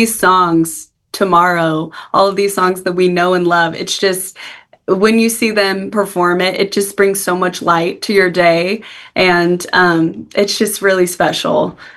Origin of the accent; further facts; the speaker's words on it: Oklahoma, United States; I am born and raised in Oklahoma, and yeah, went to school here.